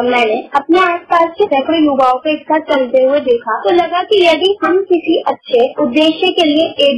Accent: Rampur, Uttar Pradesh, India; मैं रामपुर से हूँ।

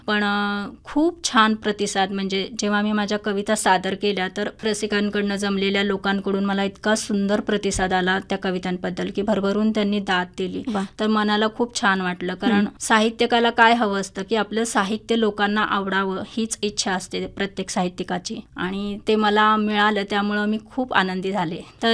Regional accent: Pandharpur, Maharashtra, India; moved away; आता मी मूळची पंढरपूरची आहे

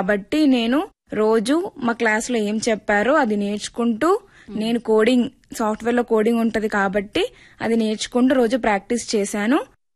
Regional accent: Adilabad, Telangana, India; మాది ఆదిలాబాద్.

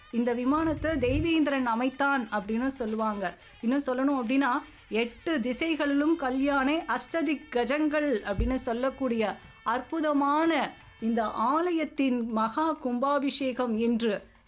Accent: Madurai, Tamil Nadu, India; நம் பாட்டன் அப்படி பிறந்த மண்ணில் நம்ம பிறந்து வளர்ந்தோம்

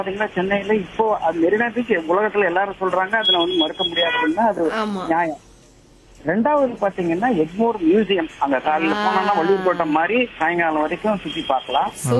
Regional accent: Chennai, Tamil Nadu, India; நாங்களும் இவர் சொன்ன மாதிரி சென்னையிலே தான் பிறந்து

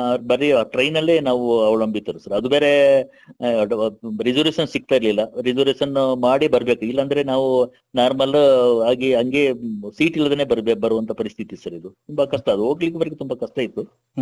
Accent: Kiggalu, Karnataka, India; moved away as an adult; ನಮ್ಮ ಊರು ಕಿಗ್ಗಾಲು

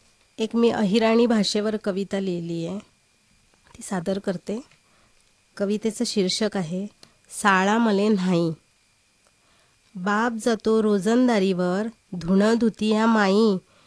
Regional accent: Kankavli, Maharashtra, India; now in Mira Road, India; Mira road इथे असते. मूळ कोकण गाव, कणकवली बिडवाडी.

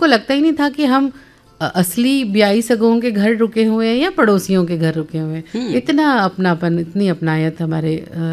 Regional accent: Rajasthan, India; हमारे यहाँ तो जो मेवाड़ का एक शब्द है पधारना

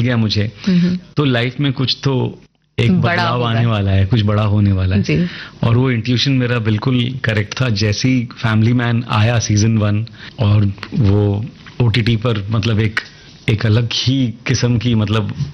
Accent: Mumbai, Maharashtra, India; मैं मुंबई में पला बड़ा हूँ, मराठी बोल लेता हूँ।

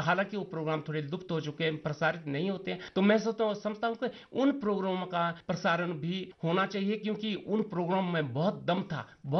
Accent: Mandi district, Himachal Pradesh, India; मैं तहसील करसोग, जिला मंडी, गांव तलहन का रहने वाला हूं।

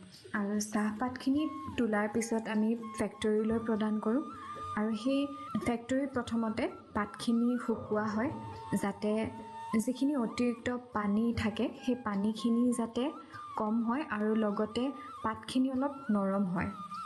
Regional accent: Kamalpur, Assam, India; মোৰ ঘৰ লখিমপুৰ জিলাৰ কমলপুৰত। মই ক্ষুদ্ৰ চাহ খেতিৰ লগত জড়িত। আমাৰ গাঁওখনৰ প্ৰায় 75% লোকেই চাহ খেতি কৰে, গতিকে মই সৰুৰে পৰা এই চাহ খেতিৰ প্ৰক্ৰিয়াটো দেখি আহিছোঁ।

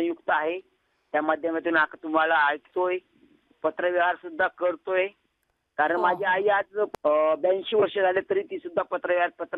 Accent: Khanapur Chitta, Maharashtra, India; born there; मराठवाडा विभाग, मराठवाडा विभागामध्ये हिंगोली जिल्हा, हिंगोली जिल्ह्यात खानापूर चित्ता माझे गाव

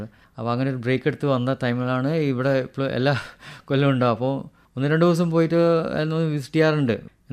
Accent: Kozhikode, Kerala, India; ഞാൻ ജനിച്ചതും വളർന്നതും കോഴിക്കോട് തന്നെ.

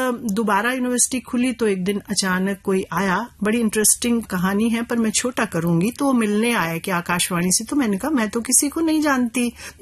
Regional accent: Himachal Pradesh, India; मैं हिमाचल की रहने वाली हूँ और मेरे नाना, जिनके यहाँ मेरा पालन पोषण हुआ, वो हिंदी नहीं जानते थे, स्क्रिप्ट नहीं जानते थे, तो उनको सिर्फ अंग्रेजी और उर्दू आता था और वहाँ उर्दू का काफी चलन है

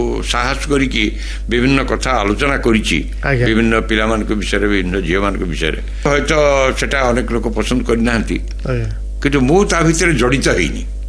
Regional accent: Rairangpur, Odisha, India; ସେ ମୟୂରଭଞ୍ଜ ଷ୍ଟେଟରେ ଚାକିରି କଲେ, ମୁଁ ଜନ୍ମ ରାଇରଙ୍ଗପୁରରେ, ଏଠିକା ଲୋକ, ଏଠିକା ଜଳବାୟୁ, ଏଠିକା ପରିବେଶ ସବୁଥିରେ ମୁଁ ହେଲି।

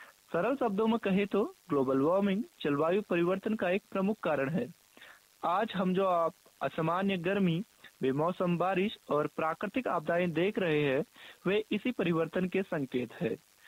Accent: Uttarakhand, India; moved away as an adult; now in Almora, India; मैं मूल रूप से सेराघाट क्षेत्र का निवासी हूँ और यहाँ अभी अल्मोड़ा में मेरा ज्योग्राफी से मास्टर्स की पढ़ाई चल रही है।

